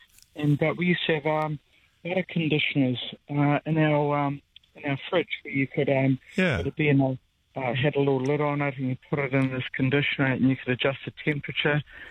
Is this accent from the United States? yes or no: no; New Zealand; I'm from New Zealand. We've got good butter there.